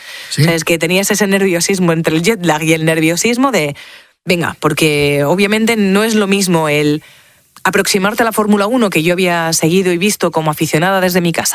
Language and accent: Spanish; Spain; yo soy española